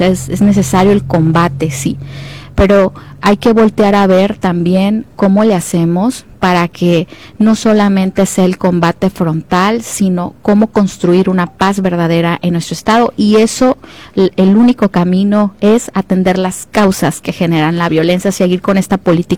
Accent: Sinaloa, Mexico

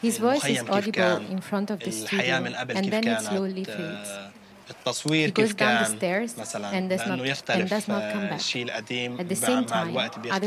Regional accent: Palestine; now in Lebanon; نحن بالمخيمات كفلسطينيين

